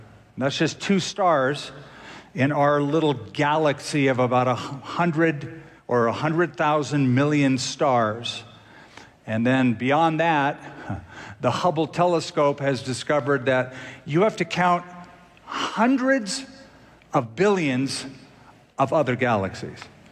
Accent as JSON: {"language": "English", "region": "California", "country": "United States", "tie": "born or raised there"}